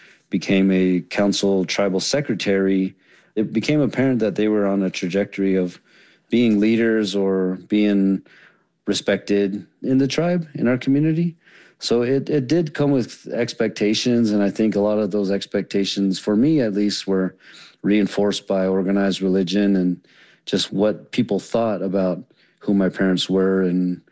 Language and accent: English; White River, Arizona, United States; I was born in White River, Arizona. It's a little town of maybe 12,000 people. It's the main center of the White Mountain Apache tribe.